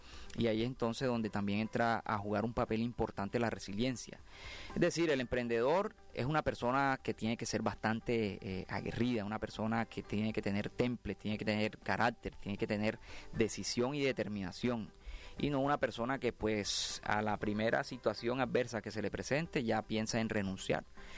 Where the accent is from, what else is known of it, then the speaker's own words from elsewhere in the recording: Colombia; now in Córdoba, Colombia; nosotros como latinoamericanos, colombianos